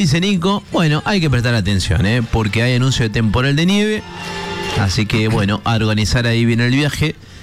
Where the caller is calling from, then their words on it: Santa María, Catamarca, Argentina; de Santa María de Catamarca.